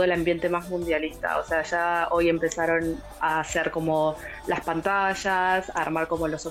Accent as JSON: {"language": "Spanish", "country": "Argentina", "lives_now": "Spain", "said": "Nosotros como argentinos lo vivimos desde que empezó el mundial, básicamente."}